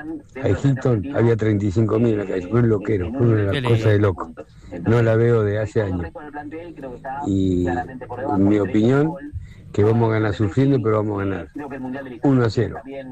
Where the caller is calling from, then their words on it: General Madariaga, Buenos Aires Province, Argentina; remisero de General Madariaga.